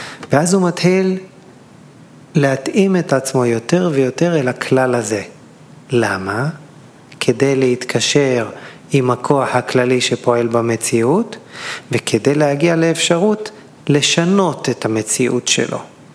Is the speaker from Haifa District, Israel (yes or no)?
no; Elishiv, Central District, Israel; גדלתי בחוף מחמורת, אני מושבניק מאלישי ועמק הפר. שבוע שעבר הייתי במחמורת, חוף ילדותי.